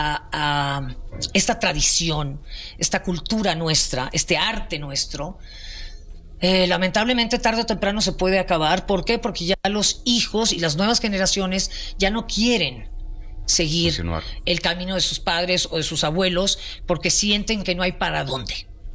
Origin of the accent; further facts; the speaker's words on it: Mexico City, Mexico; also born or lived in Panama; Mi familia es cubana, sí. Yo nací aquí